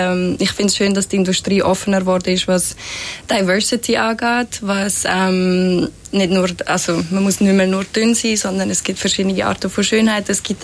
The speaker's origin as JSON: {"language": "German", "town": "Fislisbach", "region": "Aargau", "country": "Switzerland", "tie": "born or raised there", "said": "Und bin dann, glaube ich, 3 Wochen später in der Schweiz, in meinem Dörfli in Fieslisbach, wo ich aufgewachsen bin"}